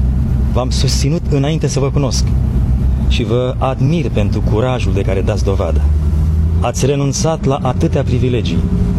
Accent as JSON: {"language": "Romanian", "country": "Romania", "moved": "yes", "lives_now": "United States", "said": "Din România, v-am mai spus. Am venit în America acum 8 ani, după 5 luni și jumătate petrecute într-un lagăr"}